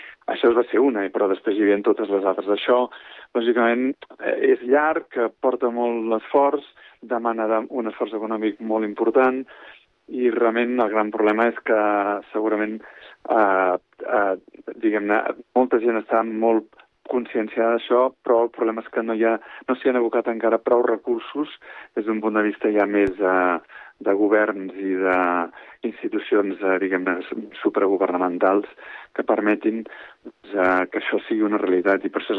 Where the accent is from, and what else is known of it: Sant Cugat del Vallès, Catalonia, Spain; born or raised there